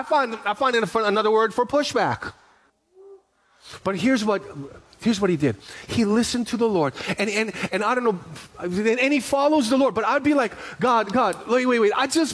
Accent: Honokaa, Hawaii, United States; We grew up on Honokaa on the Big Island, and we would eat there.

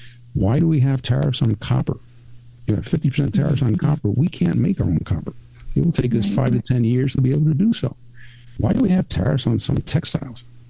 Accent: Mexico; born or raised there; also born or lived in Cuba; now in United States

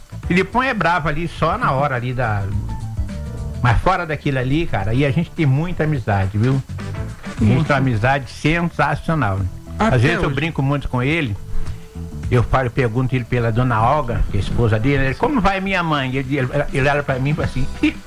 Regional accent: Argentina; Eu sou argentino. Tenho família argentina, posso dizer.

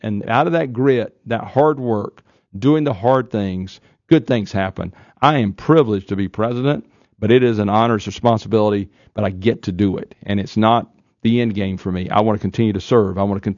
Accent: North Carolina, United States; moved away as an adult; now in North Dakota, United States; I grew up in Eastern North Carolina.

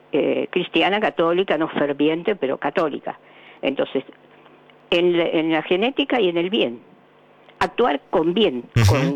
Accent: Buenos Aires, Argentina; De Cava, capital, Belgrano.

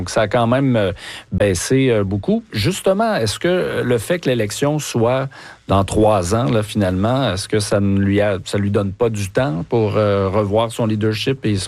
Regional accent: Baie-Comeau, Quebec, Canada; Ben ça, il fallait aller à l'Expo Nature de Baie-Comeau, ma ville natale, où l'Association des trappeurs de Baie-Comeau faisait goûter le castor.

